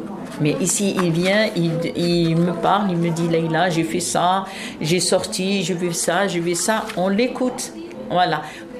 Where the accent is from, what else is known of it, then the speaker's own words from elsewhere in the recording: Algeria; Oui, oui, oui. Moi, je suis algérienne.